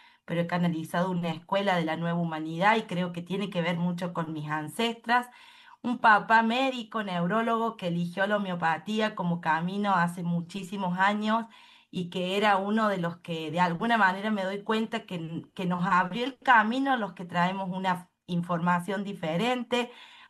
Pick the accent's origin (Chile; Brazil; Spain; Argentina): Argentina; Deán Funes, Córdoba; Vengo de Bien Funes, que es el norte de la provincia de Córdoba, una cuna de artistas maravillosos